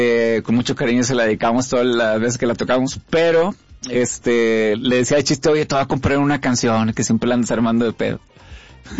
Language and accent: Spanish; Monterrey, Nuevo León, Mexico; born or raised there